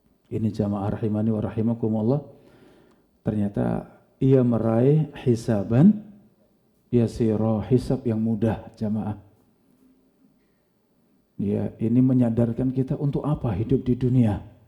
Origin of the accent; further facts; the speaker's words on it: Pleret, Indonesia; moved away as an adult; now in Maba, Indonesia; mulai pindah ke Maba itu 2020, bulan Agustus. Saya pindah ke sini, dari kampung saya Pleret ya.